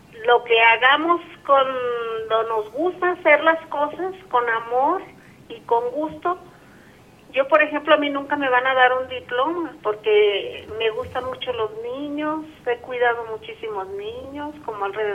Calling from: San Pedro Piedra Gorda, Zacatecas, Mexico; de San Pedro Piedra Gorda, pero vivo en Zacatecas.

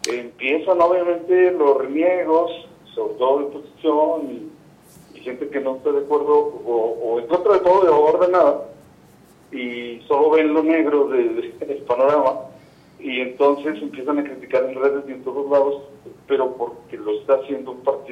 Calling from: Fresnillo, Zacatecas, Mexico; Yo de aquí de Fresnillo

